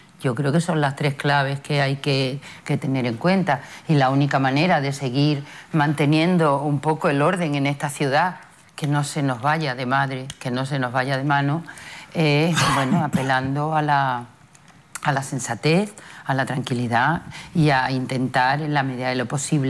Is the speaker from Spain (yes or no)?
yes; Ceuta, Spain; todos los ceutíes estamos evidentemente tocados